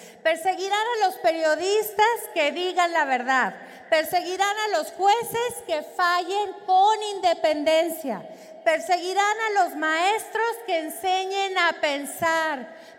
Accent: Mexico; eso no somos los mexicanos

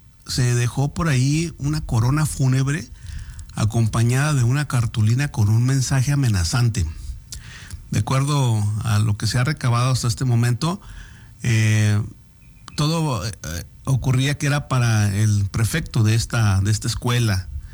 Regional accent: Ciudad Juárez, Chihuahua, Mexico

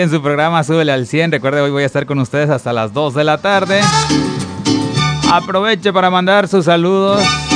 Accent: Mexico

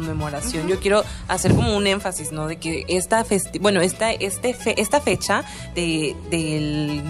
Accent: Mexico; para nosotros como mexicanos

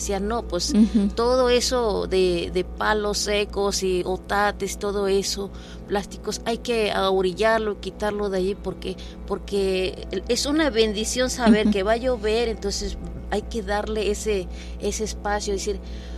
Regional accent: Tantoyuca, Veracruz, Mexico; moved away; estoy aquí de residente, pero pues allá dejé parte de mi vida. Entonces, uh-huh. Yo soy de Palmital, pertenece sí. a Tantuyuca. Palmital uh-huh. ya está colinda con casi como 20 minutos al estado de Hidalgo

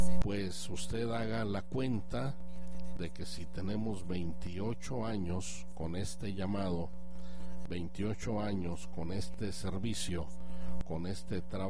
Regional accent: Chihuahua, Mexico; Comencé evangelizando en mi ciudad natal, que es Chihuahua, y de allí, después de eso, fui misionero 3 años

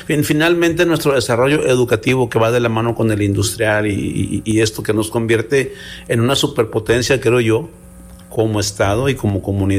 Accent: Monterrey, Nuevo León, Mexico; se nota en los empresarios que somos de origen regio y los que no lo son

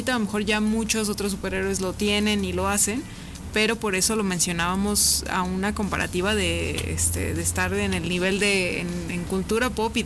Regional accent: Mexico

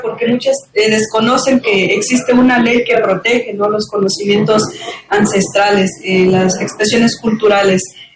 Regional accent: Benemérito de las Américas, Chiapas, Mexico; Soy del municipio de Benemérito de las Américas, Chiapas

